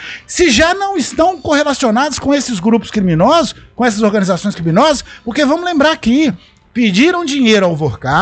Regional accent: Brazil; nós que somos brasileiros

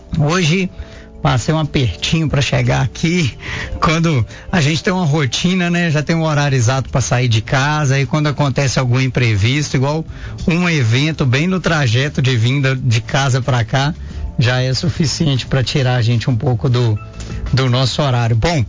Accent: Timóteo, Minas Gerais, Brazil; que estão à frente aí do nosso município, que sou nascido e criado em Timóteo.

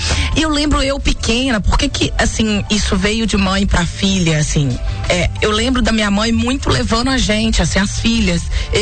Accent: Timóteo, Minas Gerais, Brazil; Sou de Timóteo, natural de Timóteo.

